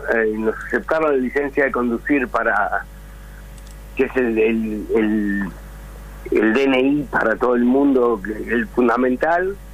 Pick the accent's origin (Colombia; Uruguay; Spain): Uruguay; now in Argentina; Soy uruguayo, no soy argentino, ya te digo, me encanta Argentina, me considero como medio argentino, tengo muchos amigos en Buenos Aires, en Córdoba, en Salta